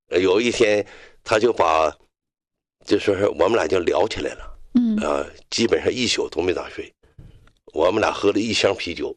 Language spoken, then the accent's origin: Chinese; Jilin, China; 那是刘云志。也就是说是咱们吉林人。